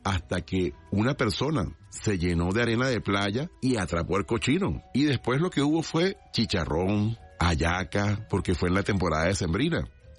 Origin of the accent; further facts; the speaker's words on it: Juan Griego, Nueva Esparta, Venezuela; Recuerdo que en mi pueblo querido, Juan Griego, en la isla de Margarita